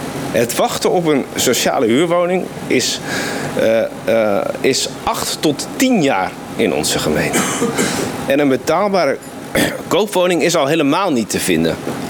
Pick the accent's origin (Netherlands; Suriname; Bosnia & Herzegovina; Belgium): Netherlands; Harderwijk, Gelderland; also born or lived in Baarn / Drenthe; Al voor mijn basisschool ben ik vertrokken uit Baarn en naar Drenthe verhuisd en later vooral opgegroeid in Harderwijk en omgeving. Ik ben opgegroeid in een liefdevol christelijk gezin. Een traditionele omgeving met normen en waarden.